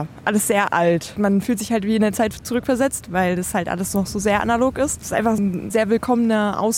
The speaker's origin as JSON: {"language": "German", "town": "Halle", "region": "Saxony-Anhalt", "country": "Germany", "said": "ich bin aus Halle und ich fahre heute nach Nötsch"}